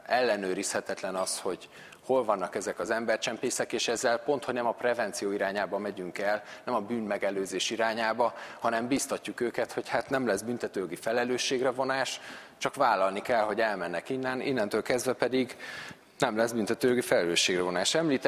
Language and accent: Hungarian; Eger, Heves, Hungary; Én egri vagyok